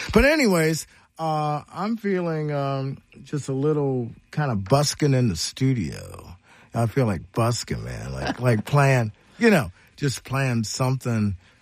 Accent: Marion, Ohio, United States; born there; now in Columbus, United States; my blues got to come from the Rust Belt and some cornfields outside of Marion, Ohio.

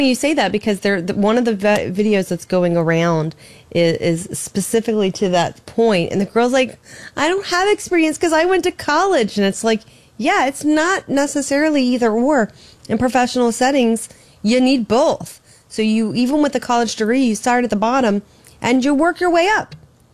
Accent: Brevard County, Florida, United States; moved away; I, of course, am from Brevard County, Florida. I am from the Space Center in Florida.

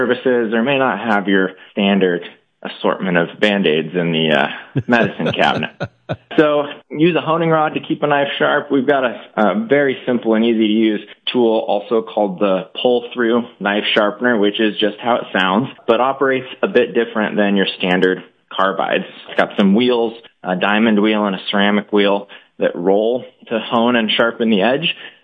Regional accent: Spokane, Washington, United States; I grew up in Spokane, Washington. So just outside of Spokane, there's a lake called Sullivan Lake, maybe 2 hours north.

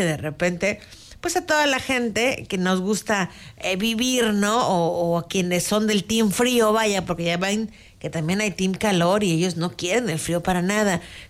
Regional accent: Puerto Vallarta, Jalisco, Mexico; para los que somos de Puerto Vallarta

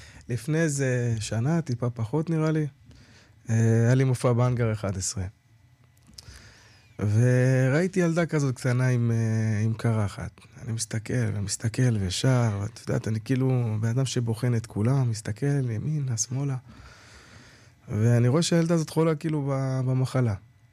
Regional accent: Or Yehuda, Tel Aviv District, Israel; now in Kiryat Ono, Israel; אני במקור מאור יהודה, והיום גר בקריית אונו.

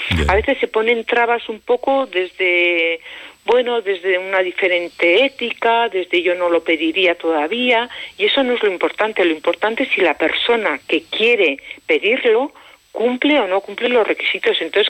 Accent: Navarre, Spain; estado esta mañana mirando un poco la población de La Rioja y la población de Navarra, puesto que yo soy de Navarra.

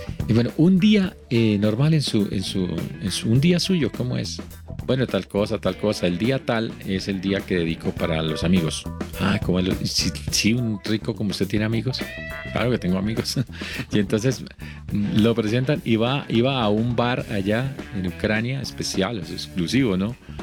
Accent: Colombia

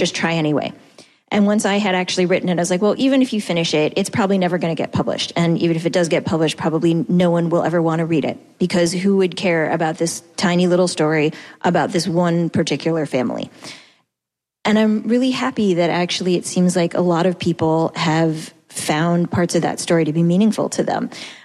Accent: Boston, Massachusetts, United States; I come from Boston, and even in Boston and around Massachusetts, book bans are an issue.

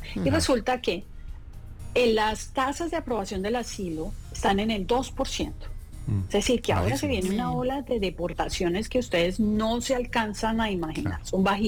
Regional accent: Cartago, Valle del Cauca, Colombia; moved away as an adult; Esa fue la visa con la que yo soy inmigrante. ¿Ah, sí? Hace 30 años, soy de Cartago Valle.

